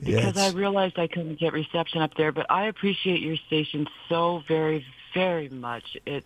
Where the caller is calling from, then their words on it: Canyonville, Oregon, United States; Canyonville, Oregon.